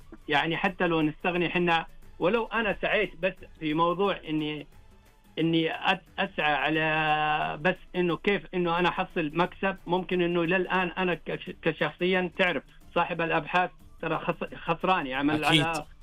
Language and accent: Arabic; Saudi Arabia; عندنا في المملكة العربية السعودية